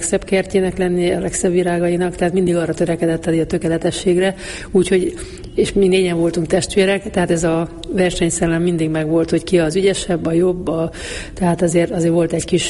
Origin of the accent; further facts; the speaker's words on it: Band, Mureș County, Romania; now in Budapest, Hungary; tehát én falun születtem, ott nőtt, hát egy nagyobb község, tehát nem is olyan kis falu